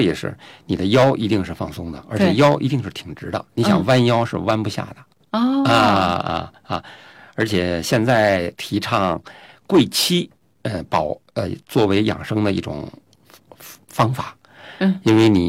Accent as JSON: {"language": "Chinese", "country": "China", "said": "我们中国人自己的做法"}